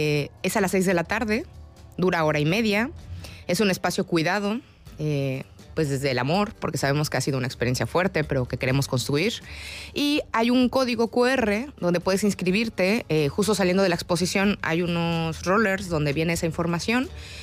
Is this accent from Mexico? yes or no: yes; Mexico; moved away as an adult; México, además de productor, pues es un país muy importante de tránsito de drogas. Y ha costado mucha sangre en mi país.